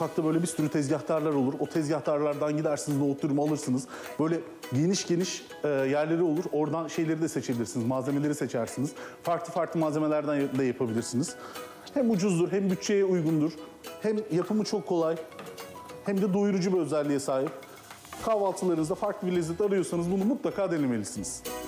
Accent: Adana, Turkey; Biliyorsunuz ben Adanalıyım ve Antep'e çok fazla giderdik.

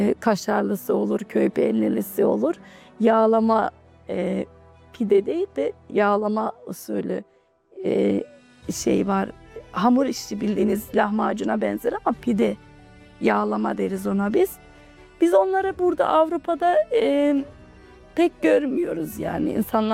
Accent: Trabzon, Turkey; Şimdi ben Karadeniz'de, Trabzon'da doğup büyüdüğüm için daha çok insan kendi yöresinin yemeklerini seviyor.

